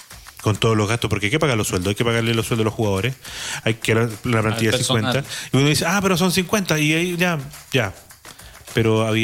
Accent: Melipilla, Santiago Metropolitan Region, Chile; yo como melipillano, de toda la vida, yo vengo de Mayarauco, Mayarauco pertenece a Melipilla

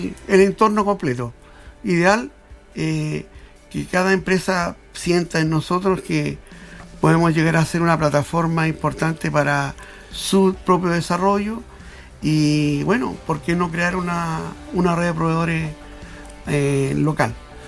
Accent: Antofagasta, Chile; now in Coquimbo, Chile; Soy de Antofagastino.

